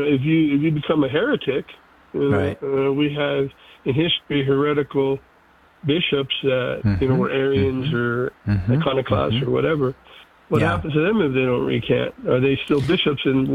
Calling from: California, United States

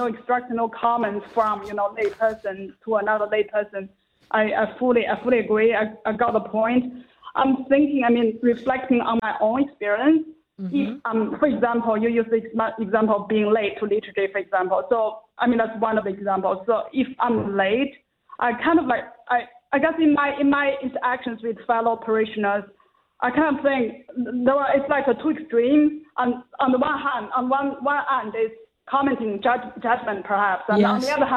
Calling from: New York City, New York, United States; I'm in Manhattan

